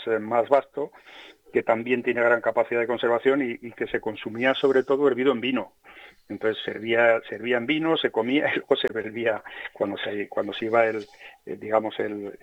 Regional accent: Puebla de la Sierra, Community of Madrid, Spain; tenemos, ahora mismo me parece que son 57, casi 58 kilómetros cuadrados, y yo creo que somos el pueblo de Madrid con la menor densidad, porque somos 110, 105, 106 habitantes, somos de los pueblos que menos densidad por kilómetro cuadrado tenemos de la Comunidad de Madrid

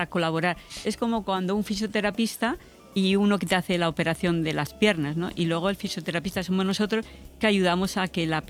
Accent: Miranda de Ebro, Castile and León, Spain; born there; Yo nací en Miranda de Ebro, en Burgos. Fui a vivir con la familia Bilbao.

